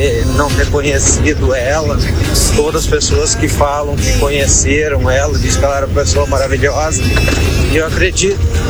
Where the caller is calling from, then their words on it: Santa Cruz do Sul, Rio Grande do Sul, Brazil; sou de Santa Cruz do Sul.